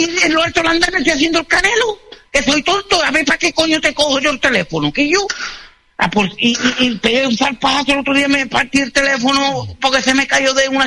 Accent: San Fernando, Andalusia, Spain; Somos gaditanos. Somos gaditanos, los de San Fernando.

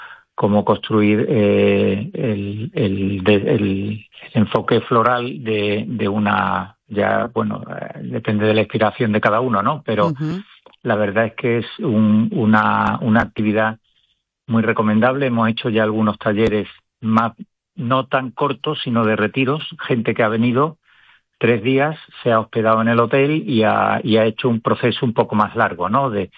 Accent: Seville, Andalusia, Spain; moved away as an adult; now in Cantabria, Spain; por mi acento me delata, yo he vivido siempre en Sevilla, pero nací aquí en Cantabria.

